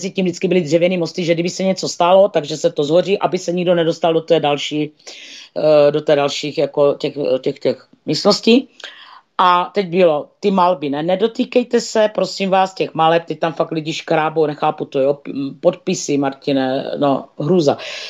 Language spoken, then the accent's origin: Czech; Moravia, Czechia; My jsme z Moravy.